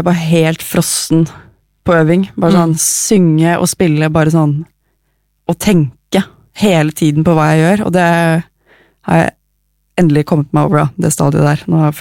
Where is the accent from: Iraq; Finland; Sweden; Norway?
Norway; Oslo; Jag är från Oslo, jag har vuxit upp här. Jag bor här fortsatt.